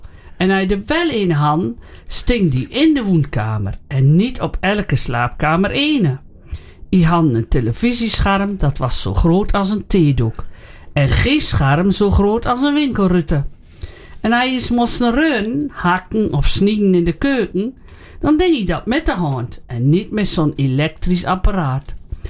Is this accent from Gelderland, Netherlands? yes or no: yes; Oldebroek, Gelderland, Netherlands; Want dan kom je langs dat industrieterrein bij ons in het Oostenarp.